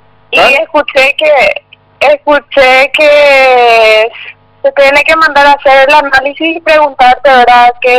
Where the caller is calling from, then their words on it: Coronel Oviedo, Caaguazú, Paraguay; La ciudad de Coronel del Oviedo.